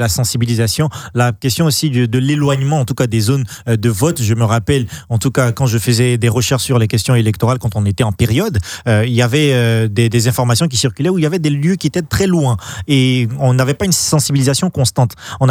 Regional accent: Côte d’Ivoire; qu'on est ivoirien

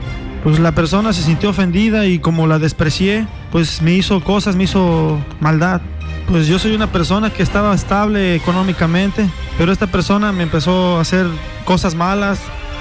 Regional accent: Cancún, Quintana Roo, Mexico; Yo vengo de la ciudad de Cancún.

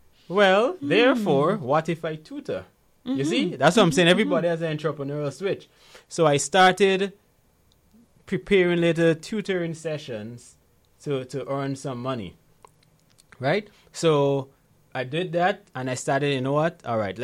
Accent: Ghana; born there; I remember when I just moved back to Ghana in 2016, right? I was born in Ghana, by the way.

